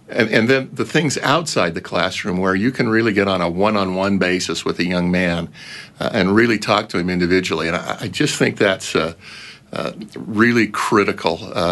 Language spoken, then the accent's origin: English; Salt Lake City, Utah, United States; born there; I was born in Salt Lake, but my parents weren't active in the church at all.